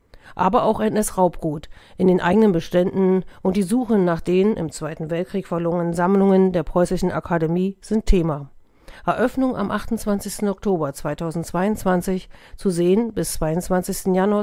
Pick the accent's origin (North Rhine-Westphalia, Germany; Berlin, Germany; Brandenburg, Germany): Berlin, Germany; moved away as an adult; now in Magdeburg, Germany; Geboren bin ich in Berlin, Kindheit in den 1970er Jahren im Museum Otte-Nagel-Haus an der Spree, gestrandet vor 32 Jahren in Magdeburg.